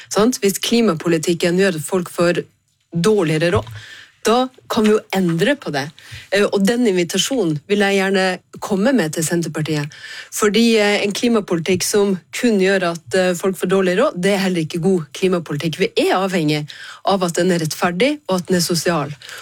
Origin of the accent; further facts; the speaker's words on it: Finnmark, Norway; Jeg er fra Finnmark, jeg skjønner det her.